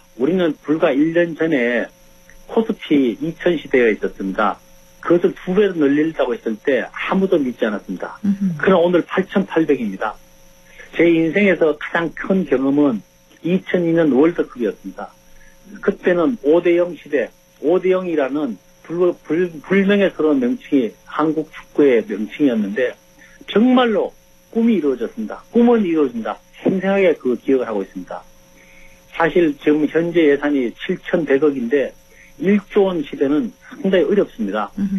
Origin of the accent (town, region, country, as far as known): Yecheon, North Gyeongsang, South Korea; born or raised there